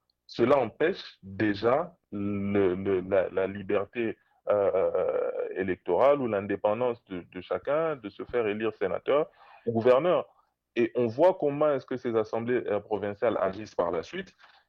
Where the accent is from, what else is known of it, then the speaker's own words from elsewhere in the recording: DR Congo; Pour moi, en tant que Congolais